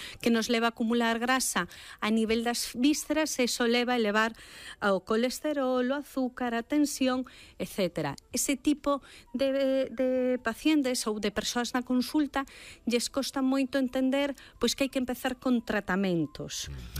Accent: Galicia, Spain; Vou che responder como moi galega.

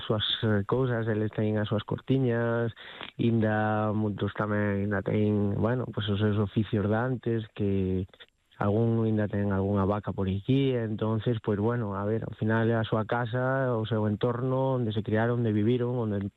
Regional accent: Ourense, Galicia, Spain; born there; now in Madrid, Spain; Eu nací en Ourense, críeme durante moitos días do ano aquí, pero no, a miña residencia teño en Madrid.

